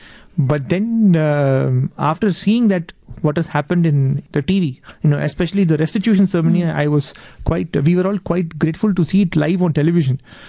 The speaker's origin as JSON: {"language": "English", "country": "India", "said": "as an Indian"}